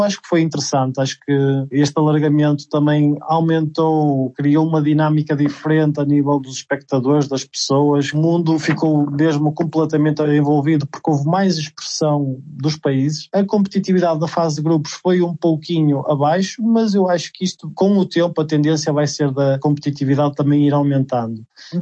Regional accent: Portugal; Mas eu como português e que sigo um pouco, há uma certa ligação com Cabo Verde, com Angola e até mesmo Moçambique

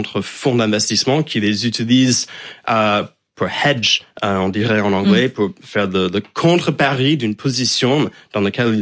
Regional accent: United States; Comme j'ai grandi aux États-Unis et que la bourse occupe une place un peu plus importante dans la vie et dans la société, j'ai grandi avec un peu plus d'informations sur la bourse et comment ça fonctionnait.

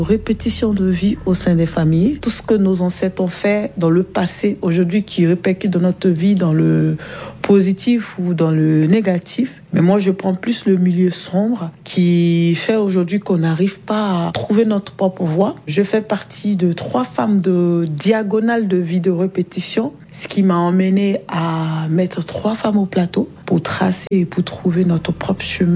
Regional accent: Côte d’Ivoire; Je suis repartie dans ce domaine-là en tant qu'Ivoirienne

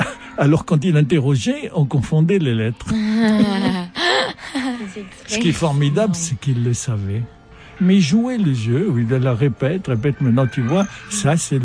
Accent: Casablanca, Casablanca-Settat, Morocco; Oui, je venais, bon, j'avais du Maroc, j'avais mon milieu au Maroc.

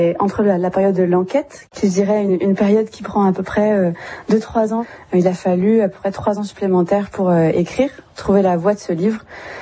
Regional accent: Djibouti; Une musique que moi je découvre, bien que j'ai grandi à Djibouti.

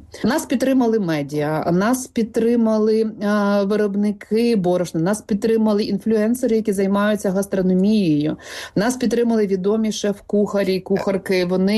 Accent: Polesia, Ukraine; Я з Полісся, і в моєму дитинстві не було тортів, пляцків, в моєму дитинстві були пироги на будь-які свята

